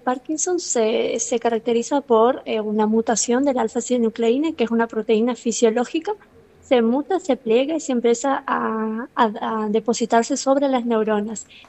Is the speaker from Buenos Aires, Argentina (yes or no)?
no; Misiones, Argentina; moved away as an adult; now in Mendoza, Argentina; Salí de Misiones porque allá la parte de investigación de neurociencia y biomédica no está avanzada, entonces quería buscar una buena ciencia, por eso me vine a Mendoza.